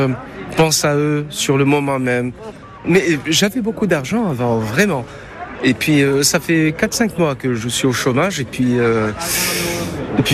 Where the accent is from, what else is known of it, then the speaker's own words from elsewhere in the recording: Marrakesh, Marrakesh-Safi, Morocco; now in France; j'ai 55 ans. Je pense que c'est ça, et peut-être l'origine, parce que bon, mon origine est marocaine, puisque je suis né à Marrakech. Je suis marocain et français.